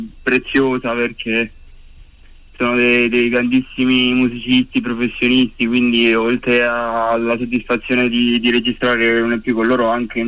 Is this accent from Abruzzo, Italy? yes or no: no; Anagni, Lazio, Italy; Io vengo da Anagni, in provincia di Frosinone